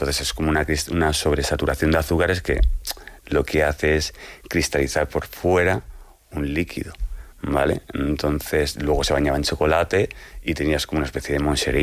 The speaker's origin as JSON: {"language": "Spanish", "town": "Brunete", "region": "Community of Madrid", "country": "Spain", "tie": "born or raised there", "also_born_or_lived": "Carabanchel", "said": "Porque yo me crié allí. O sea, yo pasé de Carabanchel hasta luego me crié en Brunete."}